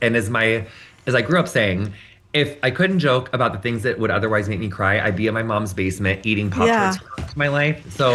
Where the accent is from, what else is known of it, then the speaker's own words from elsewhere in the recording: Illinois, United States; I am from Illinois, but I'm from a really rural, small town in Illinois, like very far away from Chicago. So I'm quite comfortable in rural spaces. I was raised in rural spaces and around people that inhabit rural spaces.